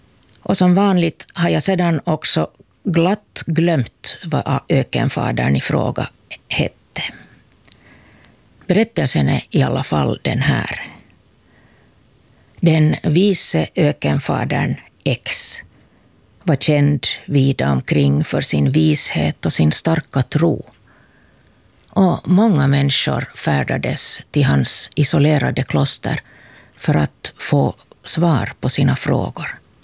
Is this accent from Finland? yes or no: yes; Kauniainen, Uusimaa, Finland; Jag kommer från Grankulla och är din talare i aftonandakten ikväll.